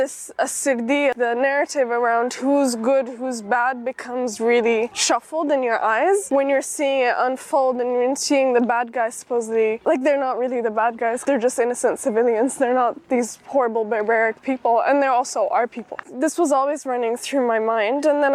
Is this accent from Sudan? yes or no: yes; Sudan; We're from Sudan, this is like a big deal.